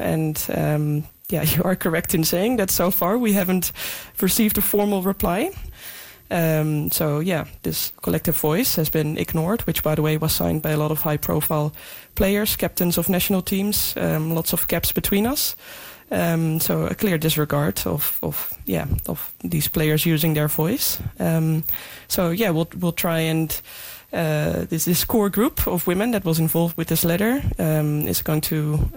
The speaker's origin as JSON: {"language": "English", "country": "Netherlands", "tie": "born or raised there", "also_born_or_lived": "Glasgow, United Kingdom", "second_language": "English", "moved": "as an adult", "said": "growing up in the Netherlands playing football there, there wasn't too many, weather events other than it at times being a bit cold in winter"}